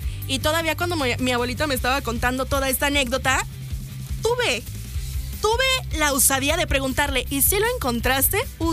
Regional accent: Mexico; la verdad es que yo soy una mexicana tan patriota

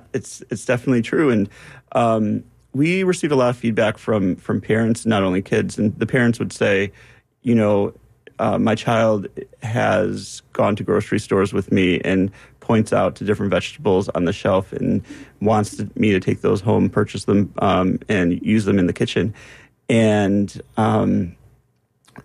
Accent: New Britain, Connecticut, United States; So starting out, I was a New Britain-born kid, and I grew up in New Britain. I didn't have too much access to green space, but I was a kid that loved to be outside

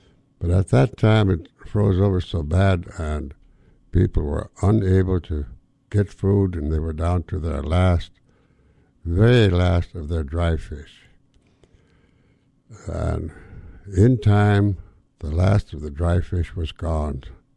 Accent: Dry Bay, Alaska, United States; born there; I was born in Dry Bay, about 65 miles below Yakutat. Yakutat being the nearest post office, of course, I have to say I was born in Yakutat. But Dry Bay is just off the foothills of Mount Fairweather

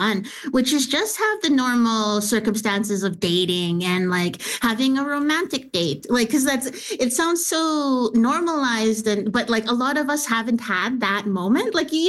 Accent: Winnipeg, Manitoba, Canada; Well, I'm biased because I'm from Winnipeg, and Winnipeg has always been like a magical city for me.

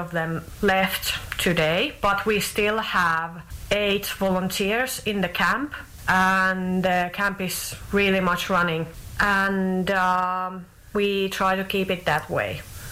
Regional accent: Finland; moved away as an adult; now in Australia; And I'm from Finland and I'm still doing my 88 days.

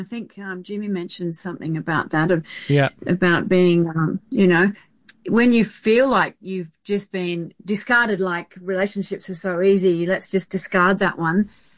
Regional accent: Australia; moved away as an adult; now in New York, United States; and then I moved to New York, which was crazy because I'm an Aussie.

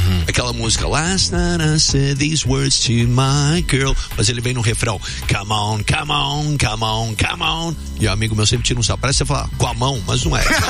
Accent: Brazil; Eu sou brasileira.

